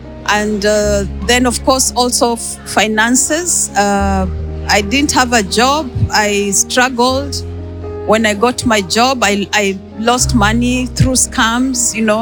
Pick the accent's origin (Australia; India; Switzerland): Switzerland; I am from Switzerland.